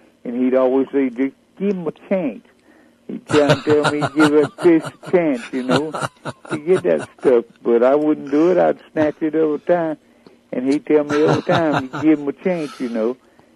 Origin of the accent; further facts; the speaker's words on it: Covington, Georgia, United States; born there; also born or lived in Porterdale; I was born down there in Covington, and Social Circle ain't very far over there.